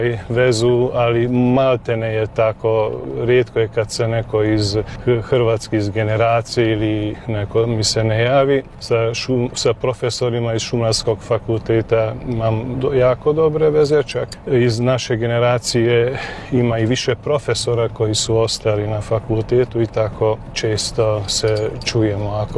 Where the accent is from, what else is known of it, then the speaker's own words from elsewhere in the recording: Hercegszántó, Bács-Kiskun, Hungary; first language Croatian; moved away; Rođen sam u Santovu, u obiteljskoj kući gdje je moja mama sa 87 godina još uvijek živi u toj obiteljskoj kući.